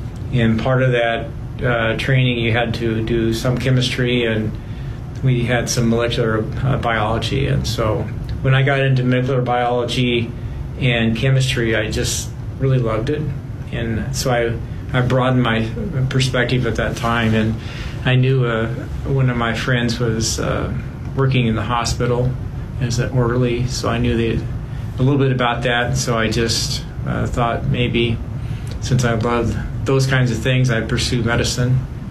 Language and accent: English; Topeka, Kansas, United States; born or raised there